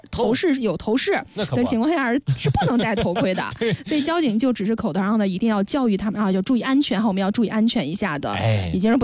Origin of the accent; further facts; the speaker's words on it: Henan, China; moved away; 我家乡河南